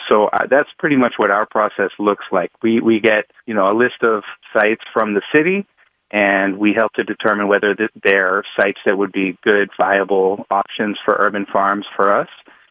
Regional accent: Dorchester, Massachusetts, United States; I grew up in Dorchester and I certainly didn't think that I could become a farmer. You know, in my mind, becoming a farmer would have meant moving out to Nebraska or something like that.

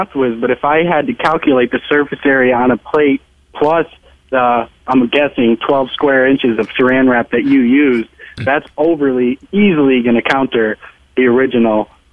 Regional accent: Ohio, United States; Oh, Ohio.

